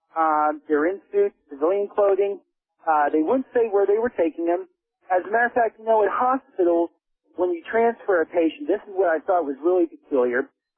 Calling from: Anchorage, Alaska, United States; Morning, Art. … Anchorage. How you doing?

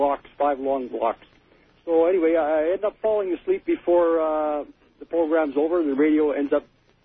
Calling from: Winnipeg, Manitoba, Canada; Yes, this is … calling from Winnipeg, Manitoba.

